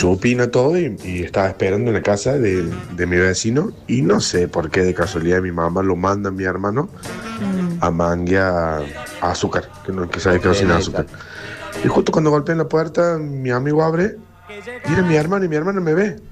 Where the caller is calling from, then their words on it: Córdoba, Argentina; Yo vivo en Barrio Los Gigantes, en las torres de Los Gigantes anexo.